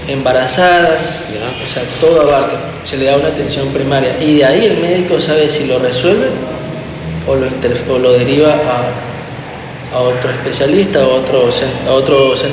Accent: El Empalme, Guayas, Ecuador; born or raised there

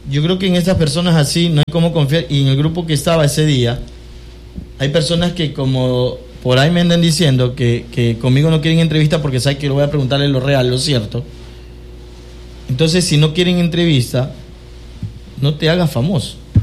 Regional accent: Quevedo, Los Ríos, Ecuador; Somos de Quevedo, nosotros todos nos conocemos.

